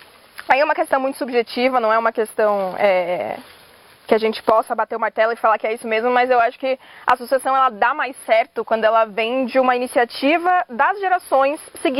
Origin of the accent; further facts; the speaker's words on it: Itatiba, São Paulo, Brazil; Eu sou de Itatiba, né, Yumi?